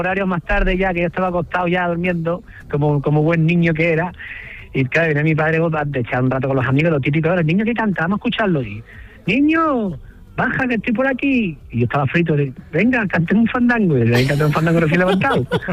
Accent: Toledo, Castilla-La Mancha, Spain; born there; es mi tierra

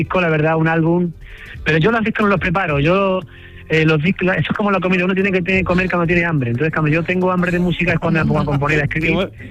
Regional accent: Toledo, Castilla-La Mancha, Spain; born there; es mi tierra

